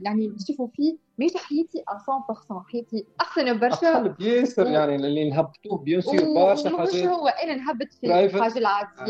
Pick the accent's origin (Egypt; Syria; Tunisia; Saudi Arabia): Tunisia; accent: Tunisian dialect; انا كي نحكي لهجه تونسيه، لكن يعني نظفها شويه